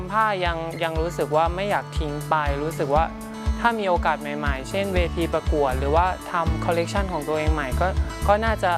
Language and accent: Thai; Sisaket, Thailand; มีจังหวัด5พื้นที่นั้นซึ่งหนูมาจากศรีสะเกษก็คือเฮ้ยเป็นโอกาสที่ดีนะ